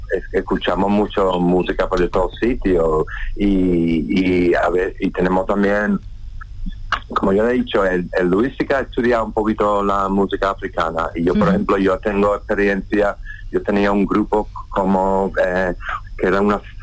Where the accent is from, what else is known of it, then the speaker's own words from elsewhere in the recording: Scotland, United Kingdom; Spanish is a second language; moved away as an adult; now in Seville, Spain; Yo soy escocés, yo soy de Escocia.